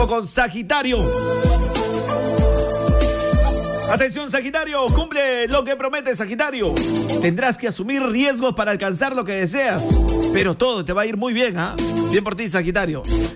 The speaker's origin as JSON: {"language": "Spanish", "country": "Peru", "said": "Somos peruanos."}